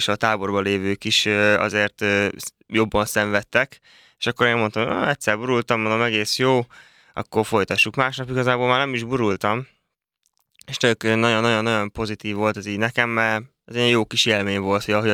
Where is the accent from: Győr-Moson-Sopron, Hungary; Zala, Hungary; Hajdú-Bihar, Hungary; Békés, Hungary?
Békés, Hungary; Szarvas; also born or lived in Szentes; now in Budapest, Hungary; mivel én Szentesen születtem, de ugye szarvasi lakos vagyok, ezáltal a Szenteshez igazából csak a születésem köthető, semmi más, és egész gyerekkorom óta szarvason éltem, még fel nem költöztem ugye Budapestre